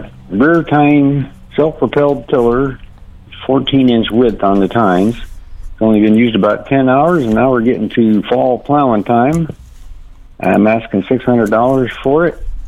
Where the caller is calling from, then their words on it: Keosauqua, Iowa, United States